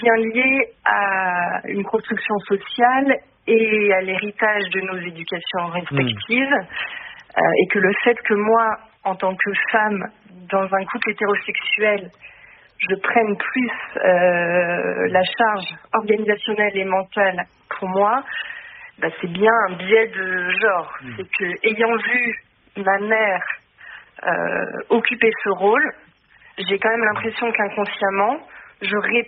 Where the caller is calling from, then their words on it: Rennes, Brittany, France; Je vous appelle de Rennes.